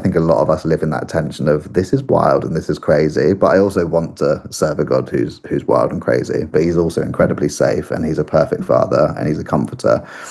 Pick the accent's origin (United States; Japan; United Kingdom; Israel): United Kingdom; So I think we have an opportunity and an invitation as a British cultured people to lean in more